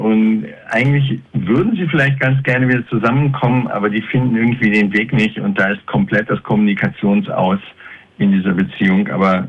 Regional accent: Bremerhaven, Bremen, Germany; born there; Ich bin tatsächlich in Bremerhaven geboren und dann viel rumgekommen.

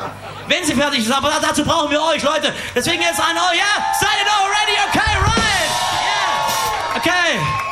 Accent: Jena, Thuringia, Germany; Ich komme ja aus Jena.

